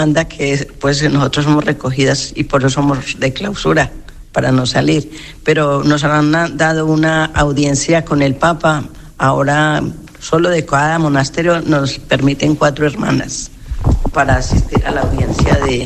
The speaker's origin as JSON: {"language": "Spanish", "country": "Colombia", "moved": "as an adult", "lives_now": "Spain", "said": "Vengo de Colombia en el año 1989."}